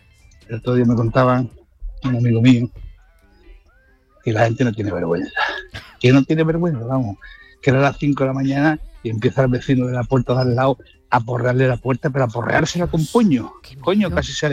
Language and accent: Spanish; Dos Hermanas, Andalusia, Spain; de Dos Hermanas, que llamo. Os hablo desde Barbate.